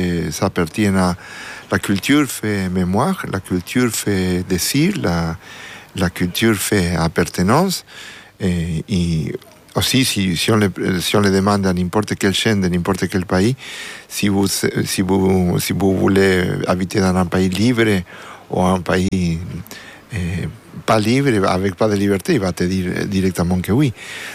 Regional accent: Argentina; born there; French is a second language; moved away; Je suis né en l'Argentine et ma culture en part de la culture vient de là, de tout notre folklore, qui ça inclut le tango argentin aussi.

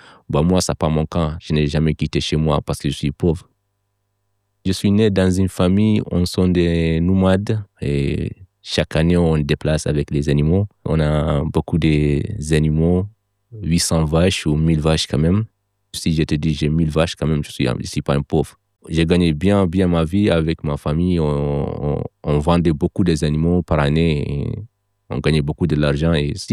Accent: Kaédi, Gorgol, Mauritania; moved away as an adult; Je viens de Mauritanie. Je suis né en 1995 à Kaïdi. C'est une ville de Mauritanie. Mon âge, c'est 30 ans.

